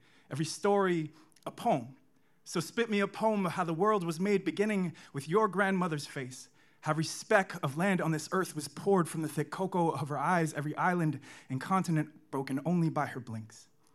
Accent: Hawaii, United States; I'm of Samoan descent. I was born and raised in Hawaii, and he's Hawaiian.

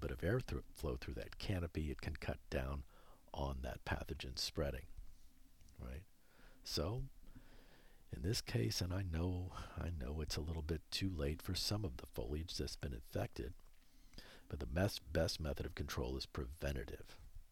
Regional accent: Houston, Texas, United States; moved away; I grew up in Houston.

